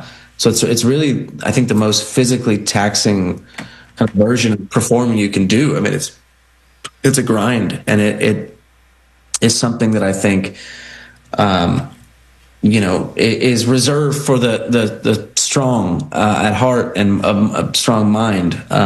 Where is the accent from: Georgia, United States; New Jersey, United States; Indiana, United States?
New Jersey, United States; Well, as I mentioned, we grew up in Jersey